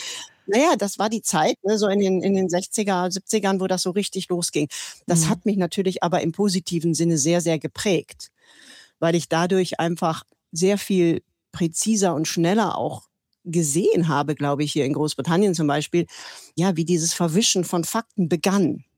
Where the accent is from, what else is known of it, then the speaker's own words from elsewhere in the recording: Germany; moved away as an adult; now in United Kingdom; Also ich fühle mich weder eigentlich als Deutsche noch als Britin, obwohl ich seit letztem Sommer den britischen Pass habe.